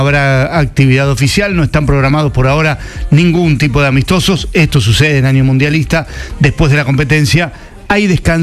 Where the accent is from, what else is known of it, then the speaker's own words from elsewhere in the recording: Colombia; Yo soy de otro país, yo soy una colombiana que reside en el mundo